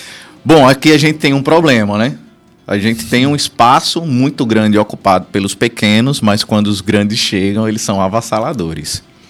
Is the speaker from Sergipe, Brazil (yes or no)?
yes; Lagarto, Sergipe, Brazil; Por que Lagarto? É a minha terra.